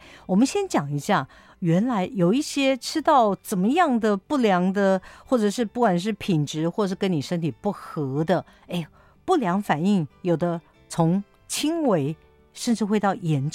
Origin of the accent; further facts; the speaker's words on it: Taiwan; 像身为台湾人嘛，从小吃中药的比例算是蛮高的